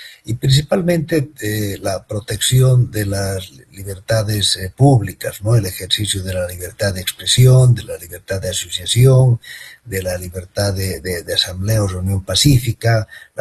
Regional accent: Bolivia; a mi país, Bolivia. Yo vengo de Bolivia

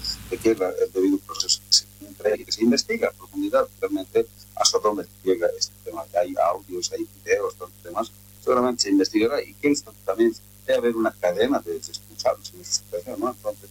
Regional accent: Bolivia; simplemente nosotros como bolivianos, como una organización sindical, siempre exigimos y pedimos que se respete por soberanía nacional

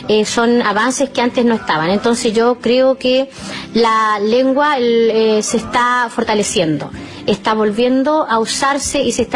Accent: Coihuín, Los Lagos, Chile; pero desde que crecimos nosotros en el Fundo Coihuín con el lonco José Santos Lincomán, quien fue el primer educador tradicional, o el lonco que nos enseñó nuestras primeras palabras en Huilliche-Dungún

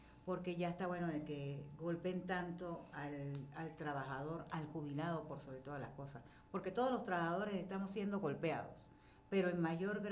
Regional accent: Venezuela; Nos duele como venezolanos la tragedia que hubo en Vargas

